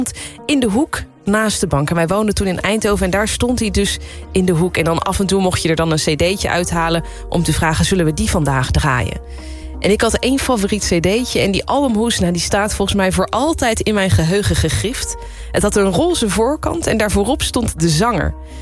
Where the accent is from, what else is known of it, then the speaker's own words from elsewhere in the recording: Curaçao; born there; Ik ben dus geboren op Curaçao. Tijdens het Caribische carnaval ben ik geboren.